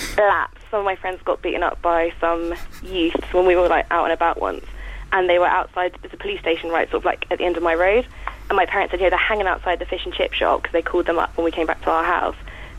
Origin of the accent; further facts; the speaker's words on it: Whitehill, South East England, United Kingdom; I'm from Whitehill in Hampshire.